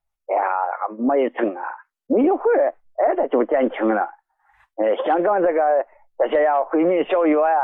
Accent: Henan, China; now in Beijing, China; 我是河南的，我在北京打工呢

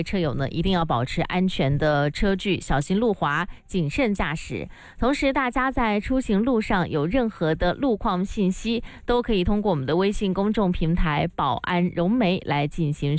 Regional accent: Guangdong, China; now in Shenzhen, China; 我们广东人

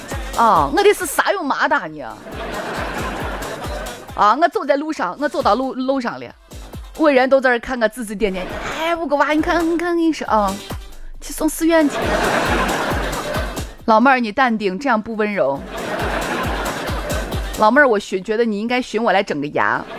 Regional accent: Shaanxi, China; accent: Huxian; moved away; 只有我们陕西人能听得懂。

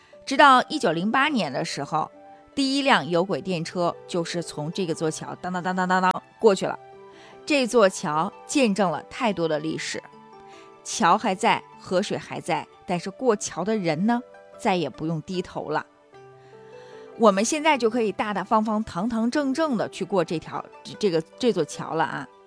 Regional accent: China; 我们中国人

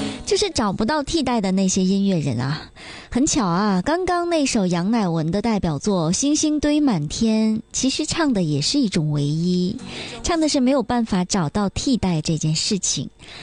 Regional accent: China; 我们中国人

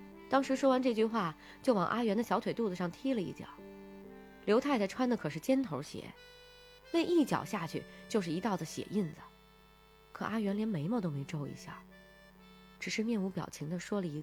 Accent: Northeast China, China; 我们老家在东北，

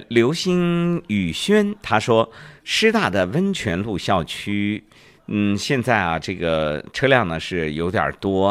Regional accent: Xinjiang, China

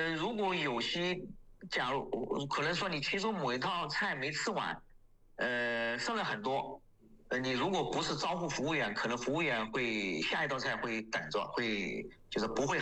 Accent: China

